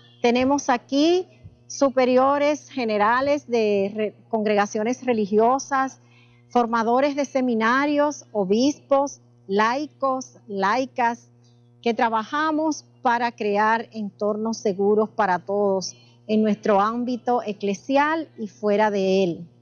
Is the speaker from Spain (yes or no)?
no; Dominican Republic